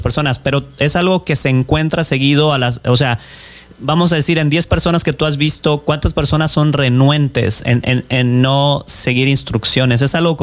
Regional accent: Colima, Mexico; now in Tri-Cities, Washington, United States; yo soy de Colima, México

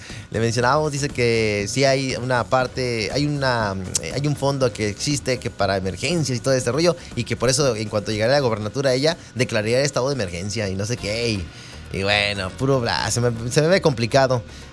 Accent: Mexico; Sí, somos mexicanos

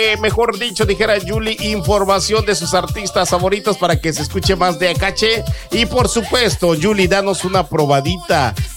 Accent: Mexico; nosotros como hispanos y más como mexicanos

